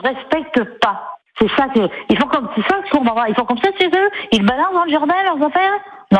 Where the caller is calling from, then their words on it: Mours-Saint-Eusèbe, Auvergne-Rhône-Alpes, France; J'habite à Mours-Saint-Eusèbe. J'habite dans un immeuble qui est tout récent, il a 3-4 ans, c'est tout neuf.